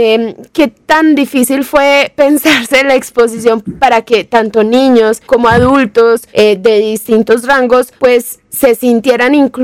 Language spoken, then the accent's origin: Spanish; Colombia; para nosotros como colombianos